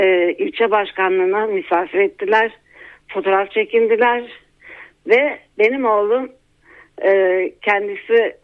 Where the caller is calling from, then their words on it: Balıkesir, Turkey; Balıkesir'den arıyorum.